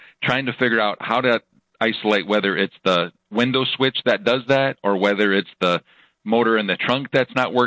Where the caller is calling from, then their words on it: Sioux Falls, South Dakota, United States; I'm from Sioux Falls.